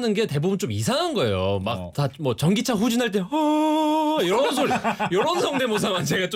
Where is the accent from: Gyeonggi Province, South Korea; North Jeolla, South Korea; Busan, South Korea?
Busan, South Korea; accent: Busan dialect; 저도 부산입니다. 부산.